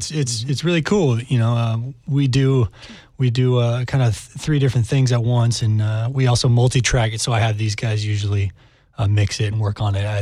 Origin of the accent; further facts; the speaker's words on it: San Diego, California, United States; I'm from San Diego, from East County.